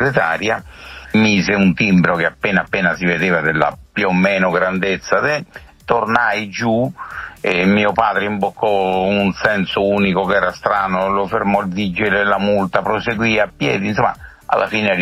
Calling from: Lazio, Italy

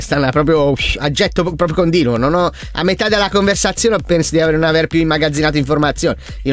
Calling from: Milan, Lombardy, Italy; Io sono di Milano.

